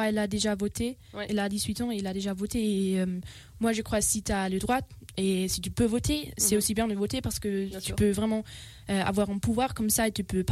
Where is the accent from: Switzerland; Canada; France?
Switzerland; Zurich; accent: Zurich dialect; French is a second language; c'est pas la dialecte que je parle en Zurich